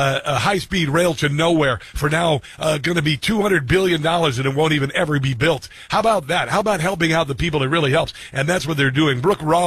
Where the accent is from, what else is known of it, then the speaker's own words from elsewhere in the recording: Iowa, United States; I was remembering growing up in Iowa.